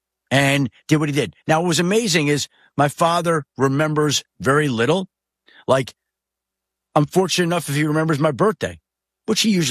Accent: New York, United States; And growing up in New York, my father always talked about being at game seven of the 1970 NBA Finals when the Knicks were hosting the Los Angeles Lakers. And we did the math with him, and I think … was 25 years old at that time.

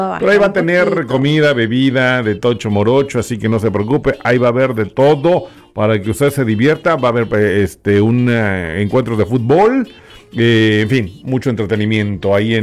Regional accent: Veracruz, Mexico; now in United States; Parece que estoy allá, estoy en mi pueblo, allá. Allá estamos en Veracruz.

